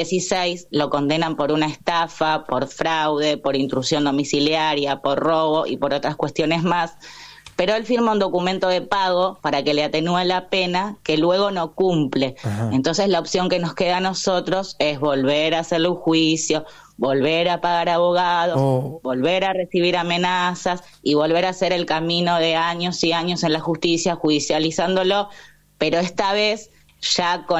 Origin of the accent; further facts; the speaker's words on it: Argentina; A mí como argentina me costó un montón desde el 2012 hasta el 2016